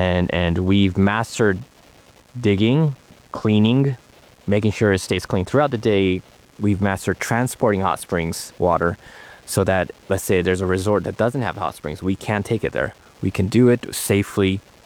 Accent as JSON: {"language": "English", "region": "Kyushu", "country": "Japan", "moved": "yes", "lives_now": "United States", "said": "I'm from Kyushu, which is very famous for tonkotsu ramen"}